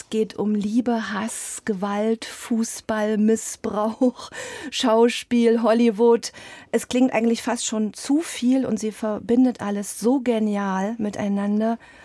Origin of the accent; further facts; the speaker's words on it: Eisenach, Thuringia, Germany; Ich liebe Bach, ich komme aus Eisenach natürlich, ich bin mit der Musik groß geworden.